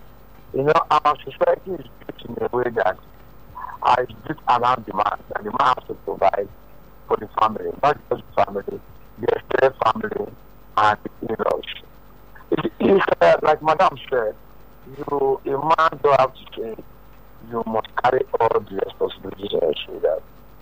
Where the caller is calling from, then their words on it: Nigeria; I'm calling from Okpokome.